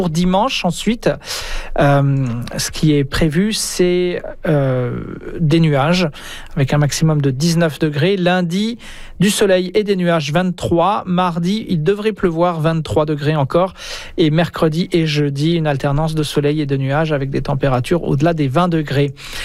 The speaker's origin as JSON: {"language": "French", "country": "France", "tie": "born or raised there", "moved": "yes", "said": "en France, là d'où je viens, de la région natale, c'est sur une faille sismique qui est plutôt calme en temps habituel, mais qui se réveille une fois de temps en temps."}